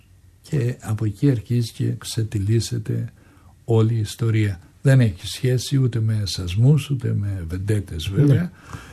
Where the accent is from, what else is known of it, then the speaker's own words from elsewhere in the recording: Anogia, Crete, Greece; moved away; να παίξω στο χωριό μου